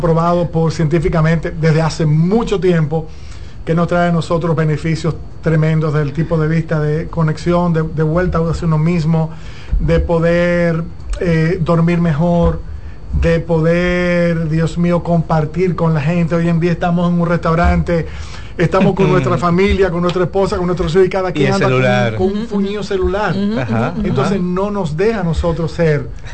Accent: San José de Ocoa, Dominican Republic; en pandemia me voy a una casa que tengo en el campo, en San José de Ocoa. Yo soy campesino de San José de Ocoa

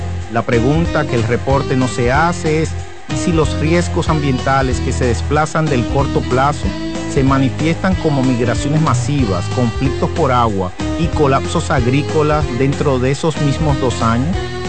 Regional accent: Dominican Republic

